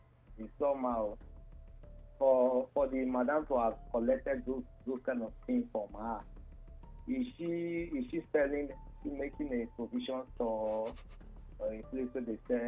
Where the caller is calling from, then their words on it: Nigeria; I'm calling from Ikwenio, as usual.